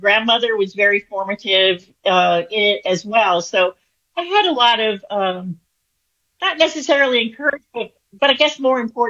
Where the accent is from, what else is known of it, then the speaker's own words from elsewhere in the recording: New Orleans, Louisiana, United States; But I'm from New Orleans, so I feel like that kind of comes with the New Orleans territory.